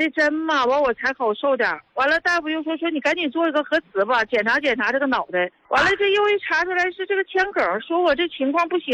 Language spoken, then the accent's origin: Chinese; Dandong, Liaoning, China; 胡老师，我是丹东的一名患者。